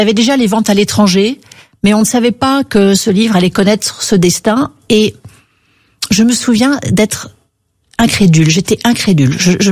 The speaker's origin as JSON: {"language": "French", "country": "France", "said": "je suis française"}